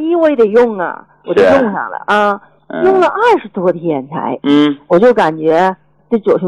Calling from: Shenyang, Liaoning, China; 我家是沈阳的

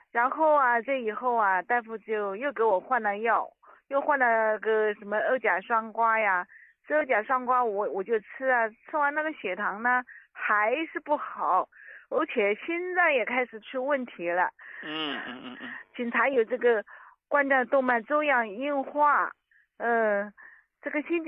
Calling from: Hubei, China

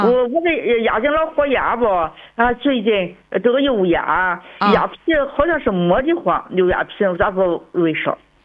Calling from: Zibo, Shandong, China; 我是淄博的

